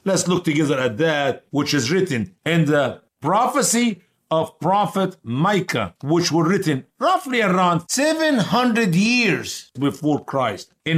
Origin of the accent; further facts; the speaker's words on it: Venice, Florida, United States; And I say, "I am from Venice, Florida." And if they're not familiar with it, I say, "It is an hour south of Tampa.